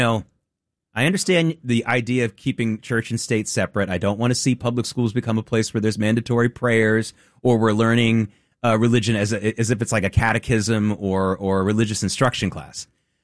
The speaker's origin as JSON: {"language": "English", "region": "the South", "country": "United States", "tie": "born or raised there", "said": "I grew up in the South as a very proud Jewish young man. So I can tell you, I know my Southern Jewish history, and there's not a lot of Jews in South Carolina."}